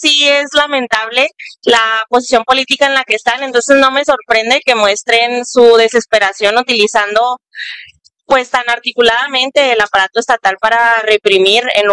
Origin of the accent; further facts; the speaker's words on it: Mexico; Creo que es bien importante que como mexicanos y mexicanas no veamos esto como una concesión ni como paternalismo del Estado.